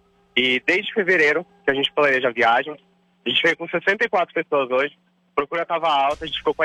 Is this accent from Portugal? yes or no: no; Santana de Parnaíba, São Paulo, Brazil; Santana de Paraíba.